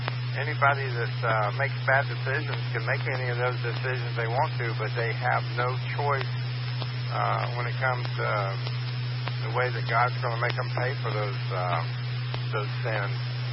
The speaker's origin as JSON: {"language": "English", "town": "Fort Lauderdale", "region": "Florida", "country": "United States", "tie": "born or raised there", "said": "I grew up on Fort Lauderdale Beach in the 60s."}